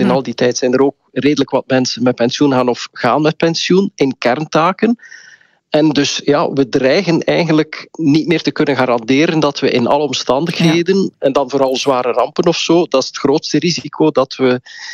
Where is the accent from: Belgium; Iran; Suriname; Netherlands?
Belgium; Je moet ook weten dat na de overstromingen in de Ardennen dat het crisisbeleid in ons land een beetje hertekend is.